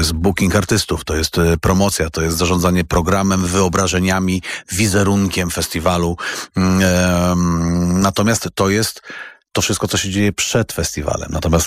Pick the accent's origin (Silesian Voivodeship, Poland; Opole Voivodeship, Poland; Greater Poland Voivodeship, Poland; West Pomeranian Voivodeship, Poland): West Pomeranian Voivodeship, Poland; born or raised there